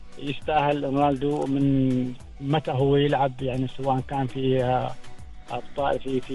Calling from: Oman; احنا كعمانيين

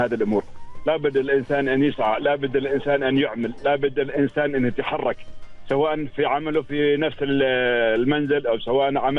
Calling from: Ibri, Ad Dhahirah, Oman; أكلمك حاليا من ولاية عبري.

